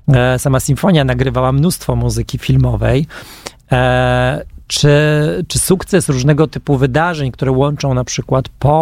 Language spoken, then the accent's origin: Polish; Warsaw, Masovian Voivodeship, Poland; No my mówimy, że jesteśmy z Kamionka.